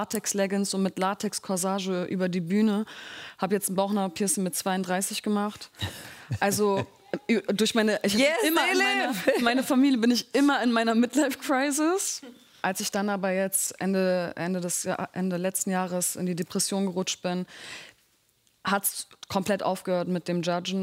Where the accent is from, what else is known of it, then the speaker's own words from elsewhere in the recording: Berlin, Germany; Also ich komme aus Berlin-Morbid. Das war mal sehr laut, sehr viele Türken, sehr viele Araber im Haus.